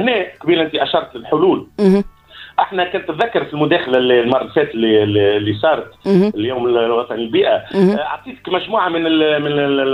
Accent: Tunisia; عندنا معاهد في تونس

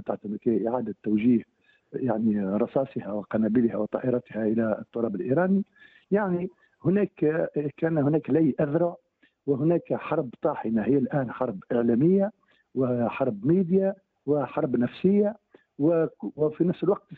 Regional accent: Tunisia; نعم، في بلدنا تونس.

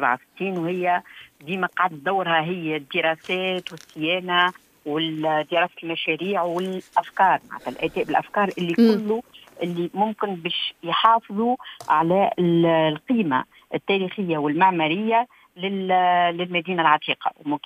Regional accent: Tunisia; واللي هما هذوما توا بلدي تونس مشكورة

